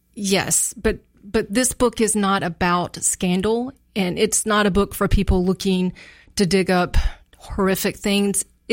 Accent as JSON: {"language": "English", "town": "Kershaw", "region": "South Carolina", "country": "United States", "tie": "born or raised there", "also_born_or_lived": "Maryland / Myrtle Beach", "said": "And I call my hometown Kershaw, South Carolina. I went to Andrew Jackson High School, but we moved to Maryland. I went to high school up there. We lived in Myrtle Beach. So I'm not really from anywhere, honestly."}